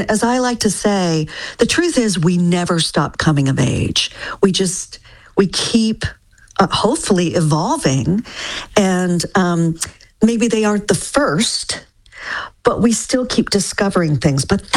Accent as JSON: {"language": "English", "town": "Denton", "region": "Texas", "country": "United States", "tie": "born or raised there", "moved": "yes", "said": "my hometown, which is Denton, Texas. But when I lived there, you know, it was very small. There was only one high school"}